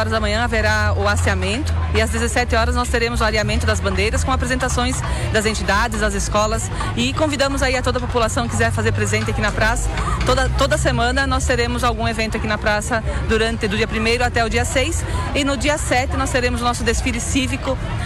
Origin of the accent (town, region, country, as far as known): Brazil